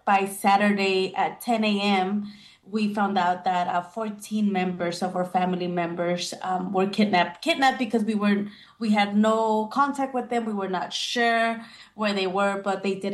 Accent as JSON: {"language": "English", "region": "Oaxaca", "country": "Mexico", "lives_now": "United States", "said": "We are indigenous from Zapoteca community."}